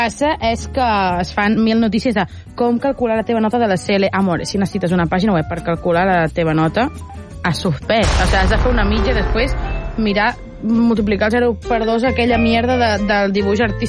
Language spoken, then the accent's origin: Catalan; Catalonia, Spain; jo sóc del Vallès i el mínim que puc fer és fotre'm a treure un 10, perquè si ets del Vallès